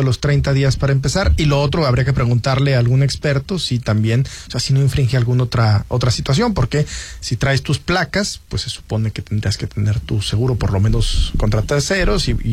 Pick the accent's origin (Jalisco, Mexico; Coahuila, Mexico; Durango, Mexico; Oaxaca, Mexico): Coahuila, Mexico; Y si yo quiero estar más de 30 días al año en Nuevo León, siendo coahuilense, puedo estar.